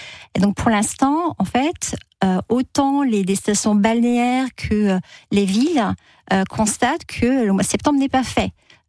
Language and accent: French; Brittany, France; je suis bretonne, donc les Bretons ne m'en voudront pas